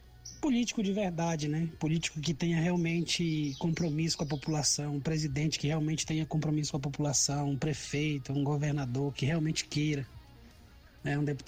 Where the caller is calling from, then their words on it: Pará, Brazil; Eu vou falar do povo paraense porque eu sou paraense, né?